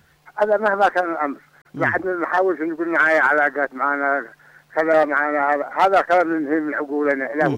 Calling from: Shibam Kawkaban, Al Mahwit Governorate, Yemen

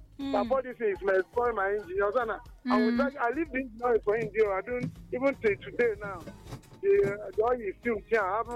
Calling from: Nigeria; from Ubokulu.

